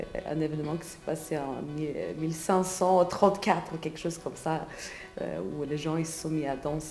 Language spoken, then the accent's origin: French; Sweden; now in France